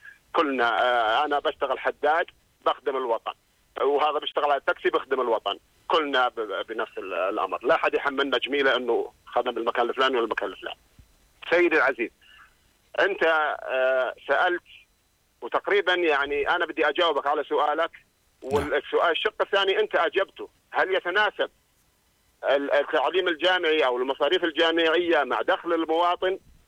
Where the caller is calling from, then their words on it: Jordan; احنا كمواطنين اردنيين